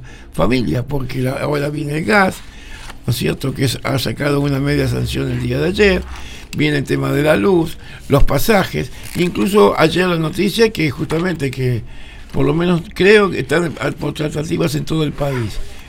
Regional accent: Argentina; ¿Se acuerdan que somos argentinos, que tenemos un territorio de los más grandes de Sudamérica y estamos entre los 20 países más grandes del mundo?

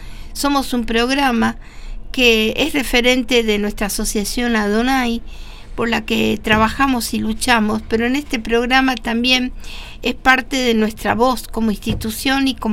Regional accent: Argentina; también reclamamos como ciudadanos argentinos

